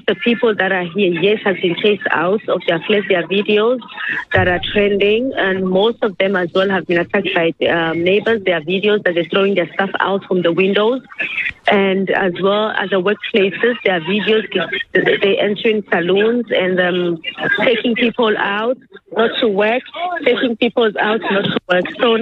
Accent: South Africa; Personally, I grew up here in South Africa, and I have never had any problems with South Africans here.

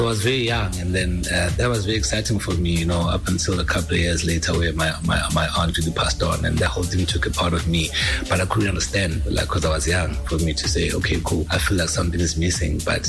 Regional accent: Mpumalanga, South Africa; there's a town near my hometown called Witbank where guys like … used to be huge artists there.

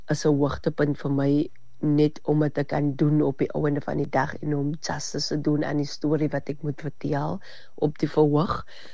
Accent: George, Western Cape, South Africa; ek is alipad van George. Ek het groot geraak in Rosemore.

